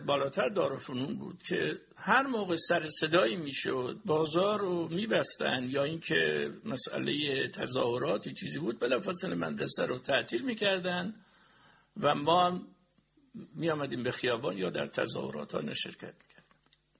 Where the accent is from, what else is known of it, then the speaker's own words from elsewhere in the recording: Kermanshah, Iran; کنگاور که میای، حتی نزدیک میشه به بخشی از زبان به طرف همدان و ملایر زبان لوری. به هر حال ما با زبان فارسی در خانواده بزرگ شدیم.